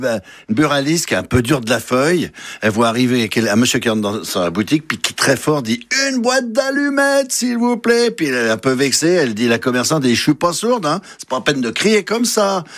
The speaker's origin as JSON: {"language": "French", "region": "Geneva", "country": "Switzerland", "said": "chez nous à Genève"}